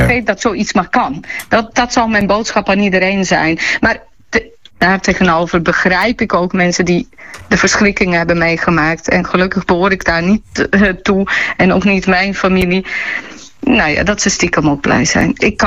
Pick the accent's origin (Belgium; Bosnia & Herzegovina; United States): Bosnia & Herzegovina; now in Netherlands; ik kom echt uit Bosnië, waar die oorlogsmisdaden plaats hebben gevonden. Zelf van Servisch-Kroatische roots.